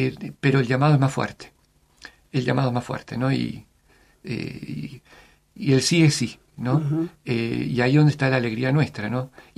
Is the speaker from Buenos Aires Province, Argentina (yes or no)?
no; Mendoza, Argentina; Ser párroco y en Mendoza. En mi tierra.